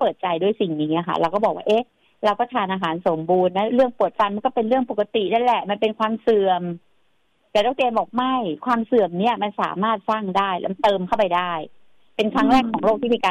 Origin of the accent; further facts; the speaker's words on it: Chiang Mai, Thailand; now in Bangkok, Thailand; แต่เราก็จะใช้ชีวิตอยู่กรุงเทพเนาะทั้งที่บ้านอยู่เชียงใหม่ก็ไปมาอะไรเงี้ยแต่เราก็อยู่กรุงเทพ